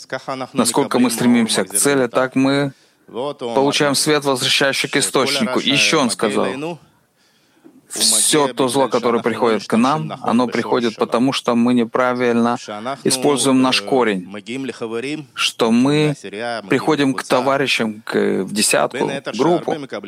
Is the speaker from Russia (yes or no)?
no; Beersheba, Southern District, Israel; Я по случаю из Бершевы. Я приехал со своими товарищами, не со всей десяткой.